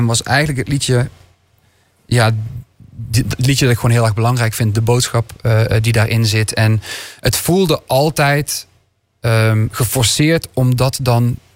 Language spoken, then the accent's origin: Dutch; Limburg, Netherlands